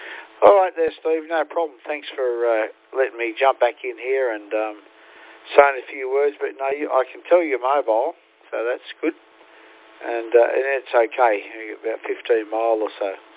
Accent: New South Wales, Australia; moved away as an adult; now in Cloncurry, Australia; So, I'm originally from New South Wales, northern New South Wales.

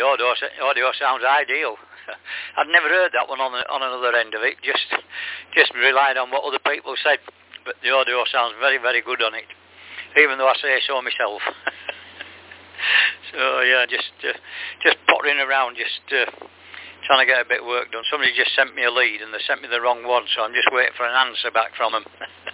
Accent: Yorkshire and the Humber, United Kingdom; I'm a Yorkshireman.

